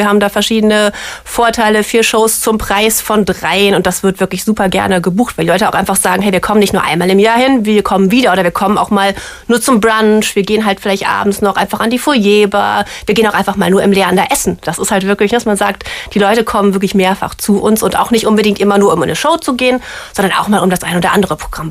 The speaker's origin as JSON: {"language": "German", "town": "Bonn", "region": "North Rhine-Westphalia", "country": "Germany", "tie": "born or raised there", "said": "ich bin selber auch Rheinländerin, so Urbonnerin."}